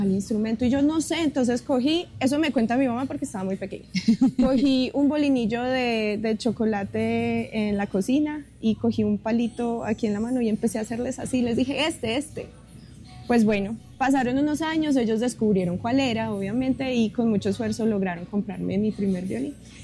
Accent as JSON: {"language": "Spanish", "town": "Pereira", "region": "Risaralda", "country": "Colombia", "also_born_or_lived": "Manizales", "moved": "as an adult", "lives_now": "Santa Rosa de Cabal, Colombia", "said": "Yo no soy de Santa Rosa, yo soy pereirana"}